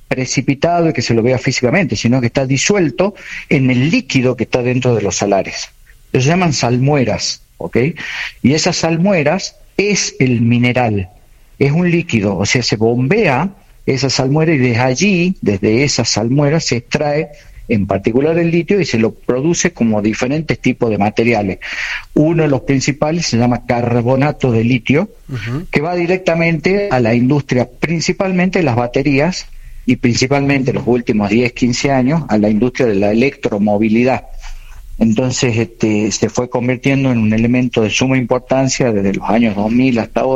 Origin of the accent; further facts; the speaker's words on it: Salta, Argentina; Salta. En Salta. Yo soy salteño, sí, y vivo, sí, en Salta